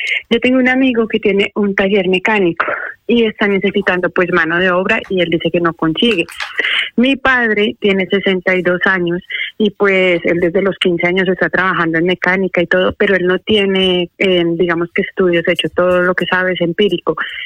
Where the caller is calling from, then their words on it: Madrid, Community of Madrid, Spain; de Madrid.